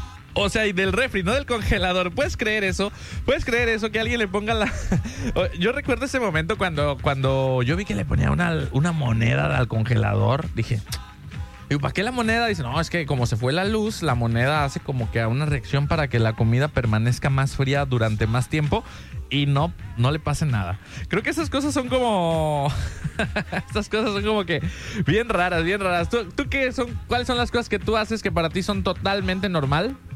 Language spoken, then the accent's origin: Spanish; Mexico; creo que también como mexicano es normal